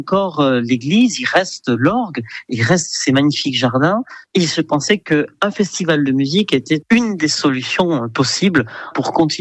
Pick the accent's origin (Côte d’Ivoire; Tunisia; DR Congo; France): France; Ayherre, Nouvelle-Aquitaine; c'est une abbaye qui est très proche de mon village natal, hein, qui est Ayer. Donc j'y ai été beaucoup quand j'étais petit.